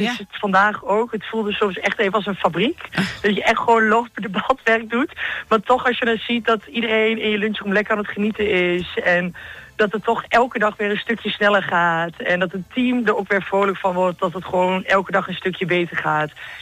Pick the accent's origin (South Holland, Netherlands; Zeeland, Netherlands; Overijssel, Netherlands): Overijssel, Netherlands; moved away as an adult; now in Apeldoorn, Netherlands; Ik kom zelf ook uit Twente en ik ben voor de liefde verhuisd naar Apeldoorn.